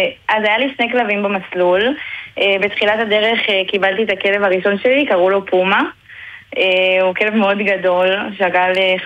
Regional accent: Ashkelon, Southern District, Israel; moved away as an adult; now in Tel Aviv, Israel; אני בת 23, אני במקור מאשקלון, היום אני גרה בתל אביב.

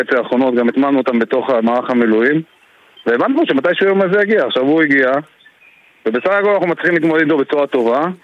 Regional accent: Kiryat Shmona, Northern District, Israel; now in Kibbutz (Northern District), Israel; אני במקור מקריית שמונה וגר בקיבוץ הגושם.

